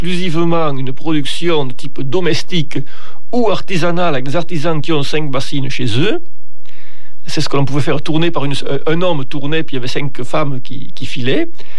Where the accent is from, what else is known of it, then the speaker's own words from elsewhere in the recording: Occitanie, France; Donc la seule filature de soie fonctionnant actuellement en Europe communautaire se trouve chez nous, en France, dans les Cévennes.